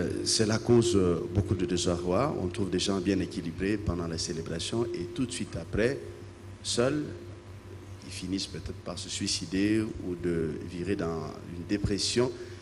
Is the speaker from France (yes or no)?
no; DR Congo; now in Switzerland; je viens de la République démocratique du Congo, je suis curé en Suisse.